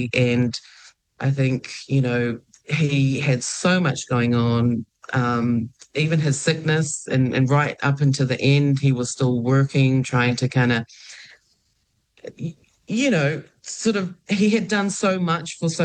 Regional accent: Ha'apai, Tonga; I'm from Hapai. I'm from Tongolileka.

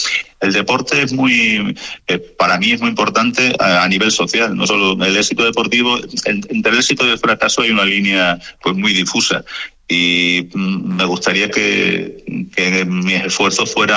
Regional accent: Cáceres, Extremadura, Spain; pues la verdad es que es una recompensa especial, porque yo soy un cacereño.

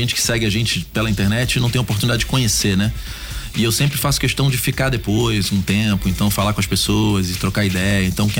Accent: Rio de Janeiro, Brazil; Não, eu amo a Barra, tá? Eu moro na Barra a vida inteira, não saio, não vou pra Zona Sul de jeito nenhum.

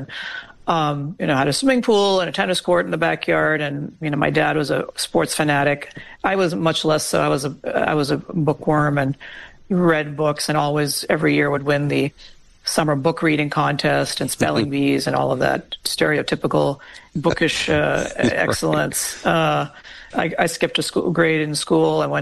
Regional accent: Deep South, United States; I grew up in the Deep South, and it's a very different place than when I moved there.

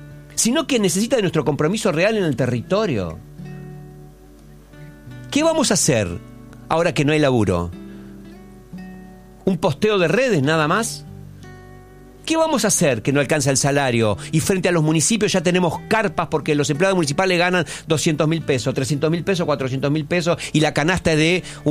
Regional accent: Argentina; soy un argentino libre que puedo andar por donde quiera.

